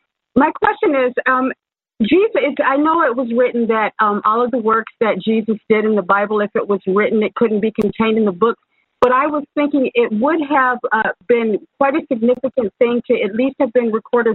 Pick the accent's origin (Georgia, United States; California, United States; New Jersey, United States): Georgia, United States; Macon; I'm from Macon, Georgia.